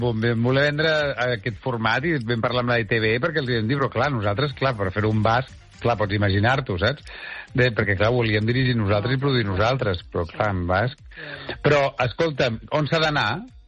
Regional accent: Catalonia, Spain; aquí jo sempre sóc com l'espanyol i allà sempre sóc com el català.

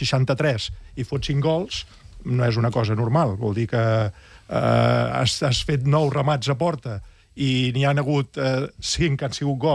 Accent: Catalonia, Spain; Jo com que sóc català, sóc barcelonista

